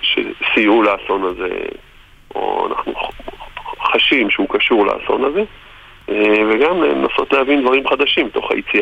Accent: Tekoa, West Bank, Palestine; now in Sderot, Israel; בעצם אני כמעט נולדתי בתקוע וכל החיים שלנו שם בדיוק סיימנו לבנות בית בתקוע.

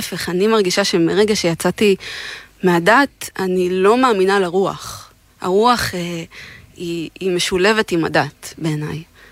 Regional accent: Shoham, Central District, Israel; יש נגיד בשואם איפה שגדלתי

